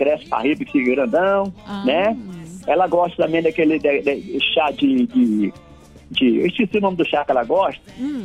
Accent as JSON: {"language": "Portuguese", "region": "Tocantins", "country": "Brazil", "lives_now": "Minas Gerais, Brazil", "said": "Eu sou tocantinense, né? Tocantins não tem frio, lá não é... Tocantins é quente, aqui é frio."}